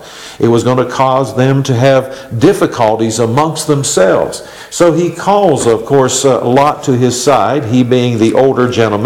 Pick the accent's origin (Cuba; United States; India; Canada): United States; LeCounts Mills, Pennsylvania; I'm from LeCounts Mills, Pennsylvania